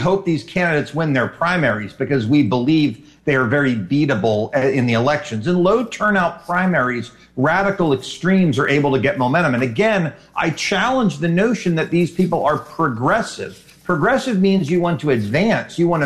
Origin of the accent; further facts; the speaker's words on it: United States; As an American